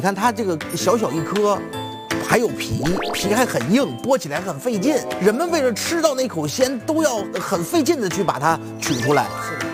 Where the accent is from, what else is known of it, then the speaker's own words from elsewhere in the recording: northern China, China; 我是北方人，